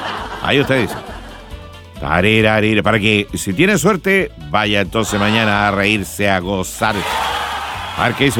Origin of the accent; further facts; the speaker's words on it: Quirihue, Ñuble, Chile; Mi abuelito allá en el campo de Quirihue, sí, yo les he contado, yo soy de Quirihue. De Quirihue he venido con mis dichos y decires.